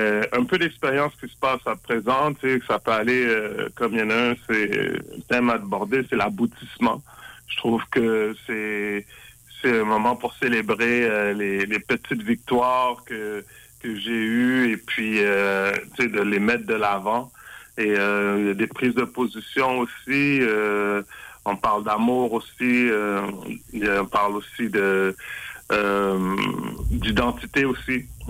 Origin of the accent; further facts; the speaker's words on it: Montreal, Quebec, Canada; born there; j'ai grandi dans une famille haïtienne. Je suis né à Montréal de parents d'origine haïtienne.